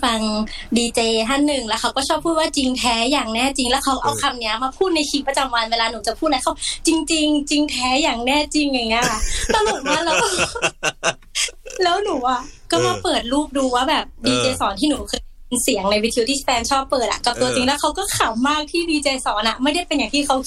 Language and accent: Thai; Samut Songkhram, Thailand; ใช่สมุทรสงครามค่ะ